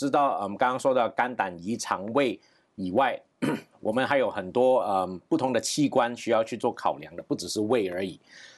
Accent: Malaysia; 那我出生地的话是在马来西亚，所以在马来西亚长大。

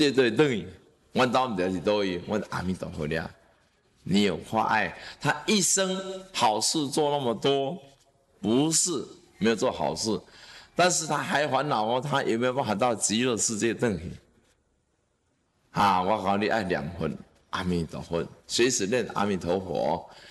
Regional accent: Taiwan; 好，我是台湾人，好，我没怕不给你啊。

